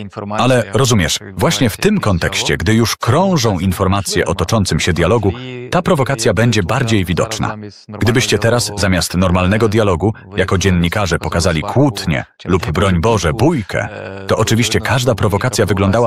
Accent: Ukraine; Ale obecnie my, Ukraińcy, musimy dbać w szczególności o groby naszych przodków na terytorium Polski.

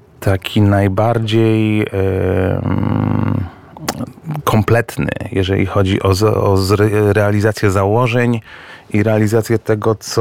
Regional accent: Szczecin, West Pomeranian Voivodeship, Poland; jesteśmy z tego obaj bardzo dumni jako szczecinianie

